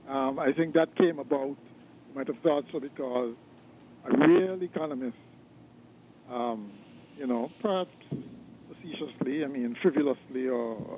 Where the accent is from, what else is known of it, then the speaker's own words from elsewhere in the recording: St. Johnston's Village, St. Kitts & Nevis; born there; I was born in St. Johnson's Village.